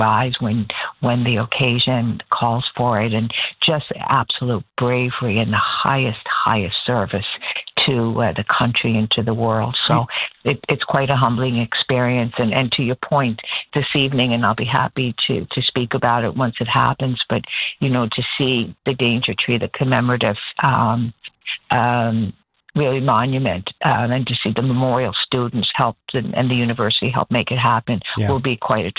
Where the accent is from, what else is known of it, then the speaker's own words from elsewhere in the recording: Newfoundland and Labrador, Canada; as a Newfoundlander and Labradorian, the pride in that ability to stand and rise above what anyone could ever imagine was possible